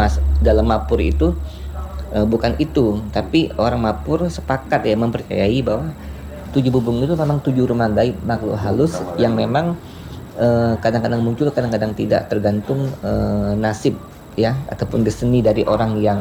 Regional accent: Bangka Belitung Islands, Indonesia; ngambil dari bahasa Bangka, bahasa kita Lum

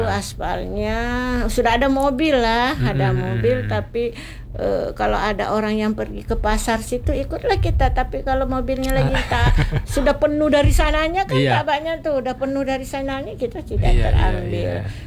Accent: South Sulawesi, Indonesia; moved away; orang kita Bugis itu seperti itu juga, macam perantau seperti saya. sudah pergi dari kampung

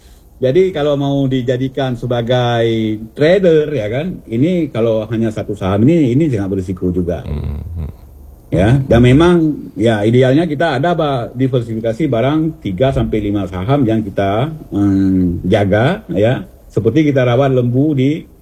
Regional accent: Banda Aceh, Aceh, Indonesia; pesan saya sebagai warga Banda Aceh

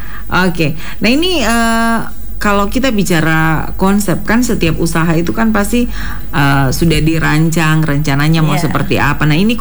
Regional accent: Papua, Indonesia; kita orang Papua kalau pergi ke Jawa

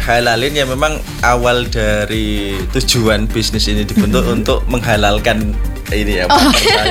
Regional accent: Riau, Indonesia; born there; moved away as an adult; now in Ponorogo, Indonesia; asal dari Sumatera, Riau, tapi domisili Ponorogo.

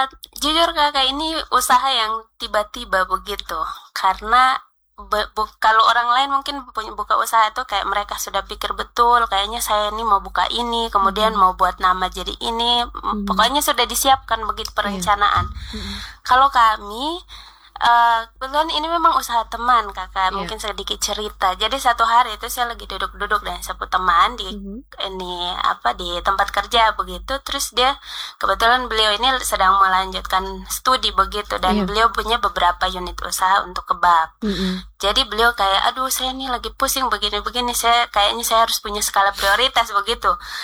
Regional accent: Eastern Indonesia, Indonesia; saya memang orang Timur

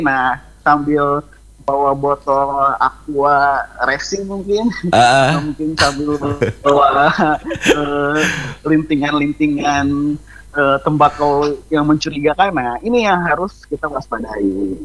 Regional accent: West Java, Indonesia; saya kan orang bukan asli Sangihe juga ya, saya dari Jawa Barat.

